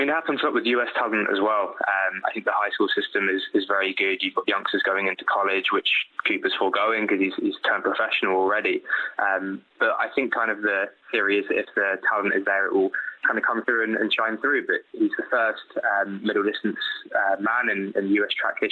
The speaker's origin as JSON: {"language": "English", "country": "United Kingdom", "said": "as a Brit kind of watching from over the pond"}